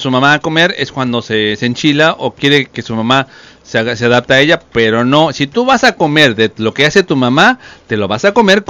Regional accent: Mexico; los mexicanos realmente no sabemos a qué sabe la comida porque a todo le ponemos chile.

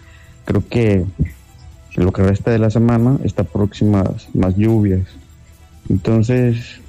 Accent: Manzanillo, Colima, Mexico; aquí en Manzanillo? Si yo soy nativo de aquí

